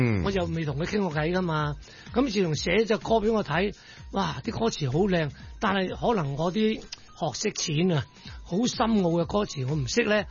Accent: Vietnam; now in Hong Kong; 我喺越南長大嘅，我七歲就學唱粵曲。11岁就登台都系唱粤曲，咁啊后期做埋大戏咧喺越南，咁嚟到香港咧，我系70年到香港，

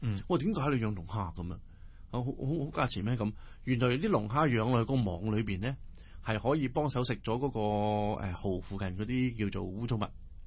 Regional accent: Hong Kong; 其實就香港仲有好多地方等大家去發掘，同埋大家再溫故知新去睇。即係譬如我哋喺呢度出世嘅，生於斯長於斯

